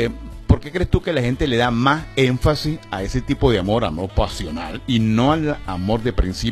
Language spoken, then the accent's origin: Spanish; Guárico, Venezuela; also born or lived in Aragua / Carabobo; Entre Guárico, Aragua, ajá, Carabobo.